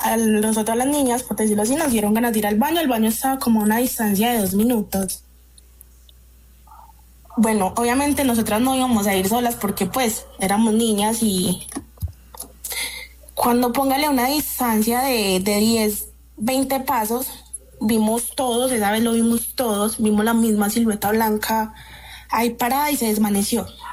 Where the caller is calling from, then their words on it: Medellín, Antioquia, Colombia; Desde la ciudad de Medellín.